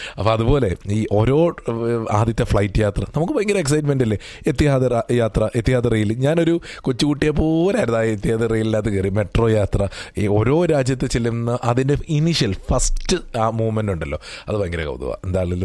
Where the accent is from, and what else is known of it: Kerala, India; born or raised there; also born or lived in Haripad (mother's home); now in United Arab Emirates